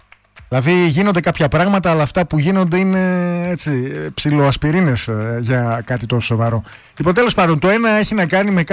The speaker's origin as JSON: {"language": "Greek", "country": "Greece"}